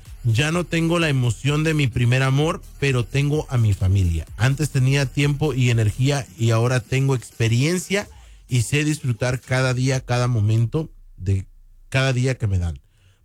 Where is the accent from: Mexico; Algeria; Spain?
Mexico; Honestamente, hablando por de mí, que soy mexicano.